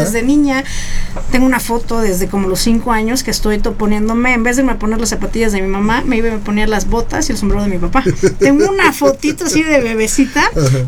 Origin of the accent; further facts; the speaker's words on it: Veracruz, Mexico; Es como yo llego con botas y sombrero a todas partes porque yo así me crié en Veracruz